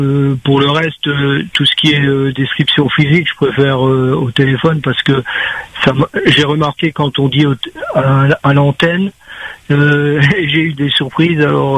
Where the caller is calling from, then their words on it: Saint-Benoît, Réunion; moi, je suis de Saint-Benoît. Je préfère de Saint-Benoît.